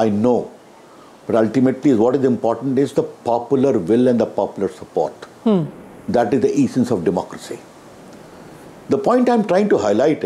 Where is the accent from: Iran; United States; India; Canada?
India; Bihar; I come from Bihar.